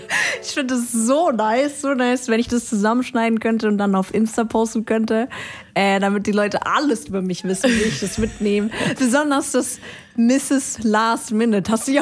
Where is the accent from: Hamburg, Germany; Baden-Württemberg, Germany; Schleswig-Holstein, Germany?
Baden-Württemberg, Germany; Karlsruhe; Ich bin in Karlsruhe aufgewachsen